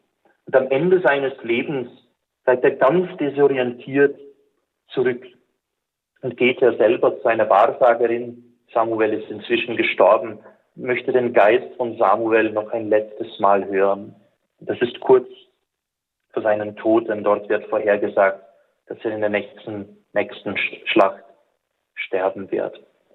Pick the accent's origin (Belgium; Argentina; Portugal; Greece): Belgium; German is a second language; Das Land, wo ich herkomme, Belgien, wurde 1990 als eines der ersten der europäischen Länder die Abtreibung legalisiert.